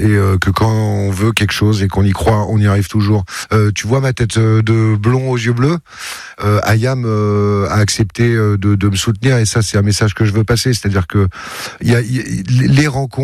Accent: Marseille, Provence-Alpes-Côte d'Azur, France; je suis Marseillais

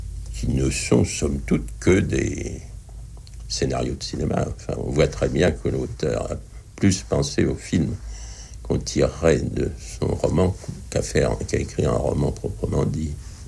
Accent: Le Havre, Normandy, France; Étant enfant, même des personnages sont plus ou moins ressemblants à des personnages que j'ai connus dans mon enfance au Havre.

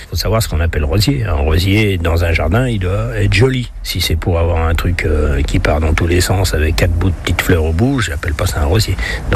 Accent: Auvergne-Rhône-Alpes, France; tout au moins chez nous, en Haute-Savoie.

